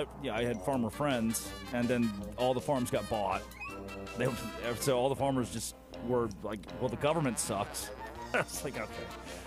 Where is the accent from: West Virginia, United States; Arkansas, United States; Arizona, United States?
Arkansas, United States; I grew up in Arkansas.